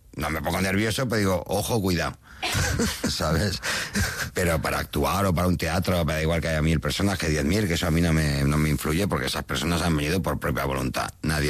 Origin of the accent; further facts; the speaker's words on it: Barcelona, Catalonia, Spain; born there; also born or lived in Aragon; Piensa que yo no nací en Zaragoza, yo nací en Barcelona. Y siendo no nacido en Aragón, me hice muy aragonés desde que pisé esa tierra y me siento muy aragonés.